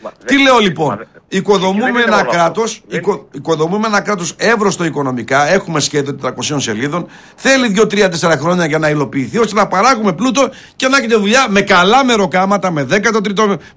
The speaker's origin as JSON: {"language": "Greek", "town": "Thessaloniki", "region": "Central Macedonia", "country": "Greece", "said": "Ήρθαμε και στη Θεσσαλονίκη για να μην κάνει παράπονα η πόλη μου."}